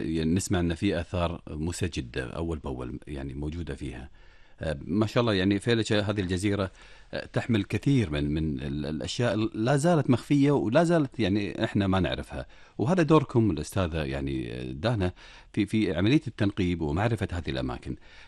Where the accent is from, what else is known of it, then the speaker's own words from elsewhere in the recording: Kuwait; عندنا في الكويت